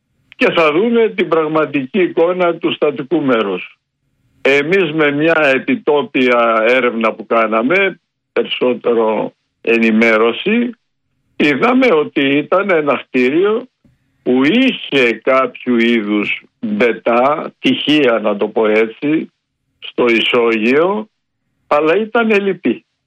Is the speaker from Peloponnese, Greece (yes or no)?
yes; Peloponnese, Greece; born or raised there